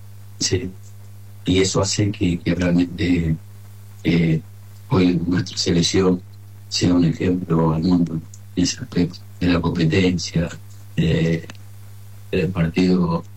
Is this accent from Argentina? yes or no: yes; Argentina; Te daría mintiendo que soy argentino.